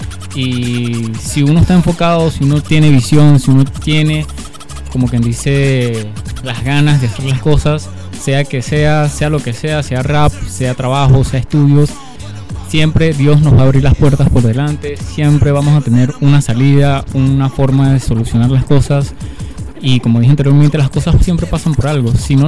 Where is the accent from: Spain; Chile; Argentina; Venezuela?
Venezuela; Los Guayos, Carabobo; Somos aquí un joven de 21 años del municipio de Los Guayos, mayormente ubicados en la comunidad de Roble, aquí representando desde lo más lejos en Tocuyort.